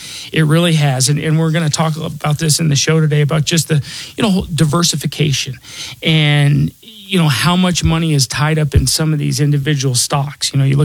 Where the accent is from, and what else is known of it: Denver, Colorado, United States; born or raised there